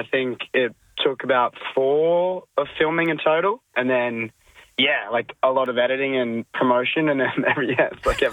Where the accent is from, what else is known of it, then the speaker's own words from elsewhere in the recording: Australia; accent: Australian; like for the chemistry read in my normal accent, probably just getting up to no good. And they were like, do you want to just do it in Australian while you're at it?